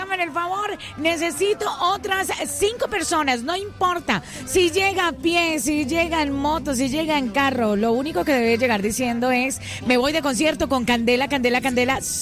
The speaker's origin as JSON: {"language": "Spanish", "country": "Colombia", "said": "Ave María, somos colombianos, somos unidos, somos lo mejor, definitivamente."}